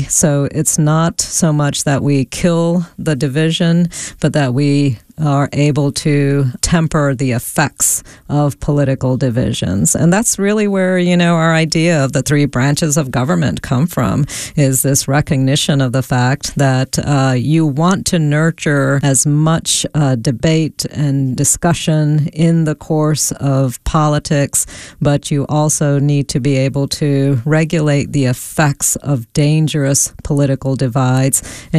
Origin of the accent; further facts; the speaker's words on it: Georgia, United States; also born or lived in Hyderabad, India; So I was born in Hyderabad, and I lived there with my grandparents and my mom until I was 4 and a half, and then moved to Georgia.